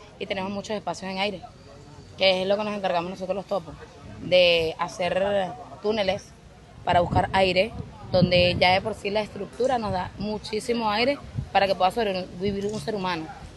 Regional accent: Caracas, Capital District, Venezuela; Yo no soy de aquí, yo soy de Caracas.

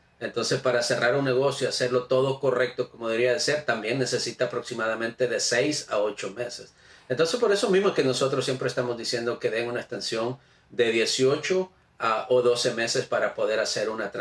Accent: El Salvador; now in Massachusetts, United States; la administración en estos momentos no está viendo los aportes que hacemos como comunidad salvadoreña a este gran país.

